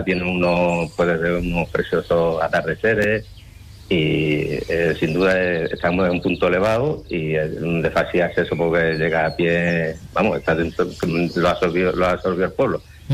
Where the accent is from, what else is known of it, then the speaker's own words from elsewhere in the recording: El Almendro, Andalusia, Spain; mi pueblo me gusta entre otras cosas porque aquí es donde tengo mi gente, tengo mi familia, tengo mis amigos